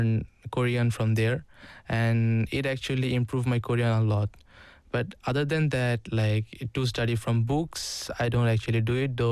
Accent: Bangladesh; first language Bengali; English is a second language; moved away

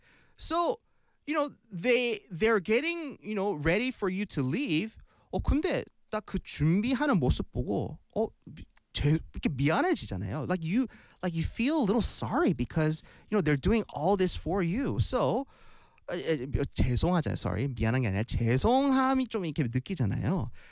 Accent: Busan, South Korea; 저는 고향이 부산이고 두 쪽 다 부산에 있거든요.

